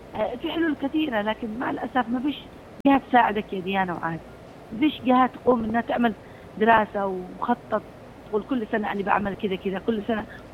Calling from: Yemen; عندنا في اليمن

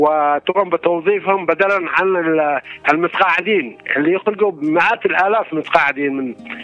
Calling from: Lahij, Yemen

